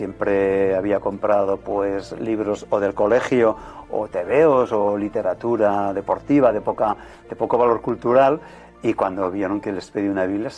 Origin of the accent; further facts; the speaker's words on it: Fraga, Aragon, Spain; born there; yo nací en Fraga, provincia de Huesca, en un pueblo de Buenafruta.